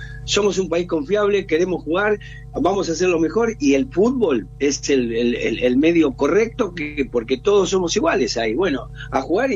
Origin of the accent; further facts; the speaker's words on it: Argentina; Mire, no, la verdad que yo soy argentino, tengo el corazón argentino